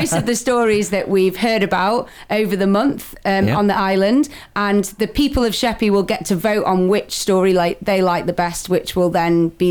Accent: Stoke-on-Trent, West Midlands, United Kingdom; now in Kent, United Kingdom; I'm from Stoke-on-Trent originally, so just south of Manchester.

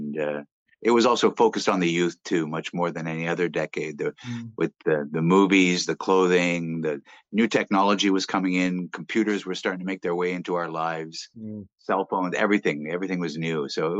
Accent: Canada; We grew up in Canada where the winters are very harsh

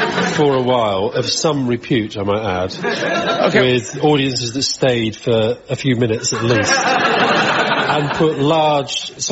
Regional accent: Keighley, Yorkshire, United Kingdom; We lived in Keithley until I was 11.

